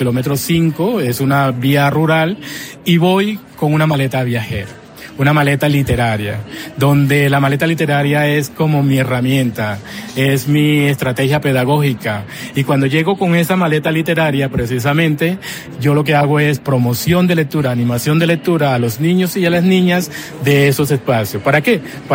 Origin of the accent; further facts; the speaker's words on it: Aracataca, Magdalena, Colombia; also born or lived in La Guajira; Ese pueblo es La Guajira, aunque vengo del Magdalena, nací en Aracataca, la tierra de nuestro premio Nobel. Llegué a La Guajira precisamente para crear lo que es artes en las comunidades